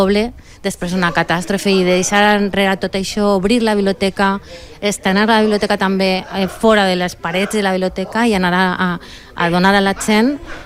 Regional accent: Zaragoza, Aragon, Spain; Catalan is a second language; now in Catarroja, Spain; Jo sóc de Zaragoza.

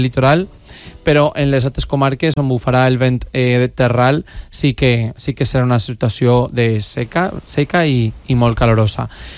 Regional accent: Casas Bajas, Valencian Community, Spain; en el meu poble, de fet, en Casas Bajas

